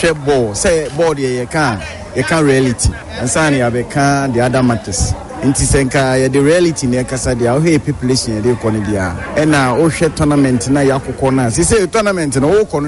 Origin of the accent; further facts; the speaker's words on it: Ghana; As a Ghanaian, I'm expecting more from the team, from the Blasters.